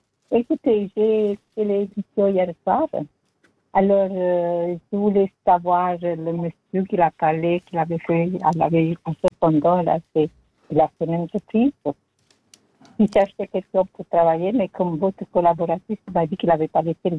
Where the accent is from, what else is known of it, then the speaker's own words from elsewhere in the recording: Italy; now in Switzerland; après qu'on a passé toute une vie en Suisse, mes étrangers, moi je suis italienne